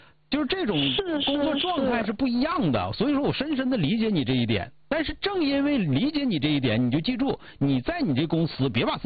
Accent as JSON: {"language": "Chinese", "region": "Northeast China", "country": "China", "said": "这是咱们东北人本身来说就是一个特点，就是走到哪儿就是哪儿的人，不用害怕啊。"}